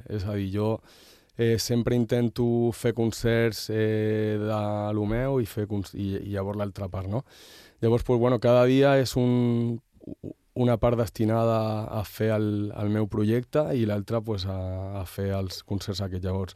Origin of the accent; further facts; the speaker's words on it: Catalonia, Spain; now in Mallorca, Spain; Ja a Barcelona sempre sortir a la muntanya quasi diàriament, perquè el meu poble connecta amb la muntanya.